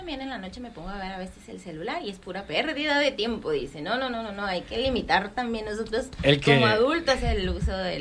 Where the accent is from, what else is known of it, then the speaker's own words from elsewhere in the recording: Mexico; Somos mexicanos.